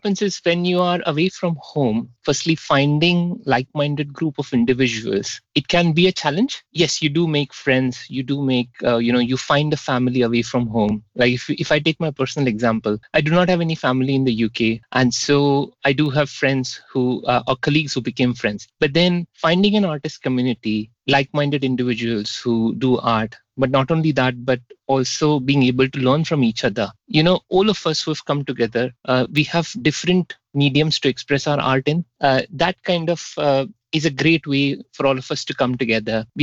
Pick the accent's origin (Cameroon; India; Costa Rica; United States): India; Maharashtra; now in Milton Keynes, United Kingdom; So I've specifically chosen certain art forms which do not even belong to my home state in India. So I belong to a state called Maharashtra and it has got a very vibrant art form called Warli.